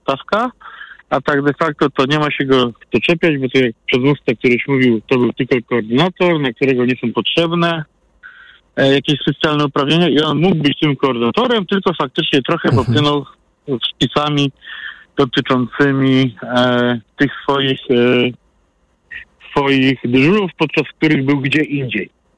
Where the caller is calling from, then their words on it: Poznań, Greater Poland Voivodeship, Poland; U nas w Poznaniu są teraz aresztowania za korupcję.